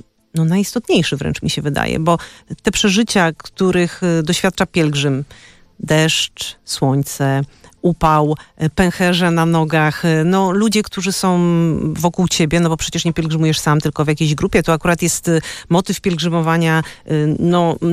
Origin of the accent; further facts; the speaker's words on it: Częstochowa, Silesian Voivodeship, Poland; Ja tak o te Częstochowe pytam nie bez kozery, bo jestem sama częstochowianką, co też powoduje, że z jednej strony Jasna Góra jest jak mój drugi dom, tak?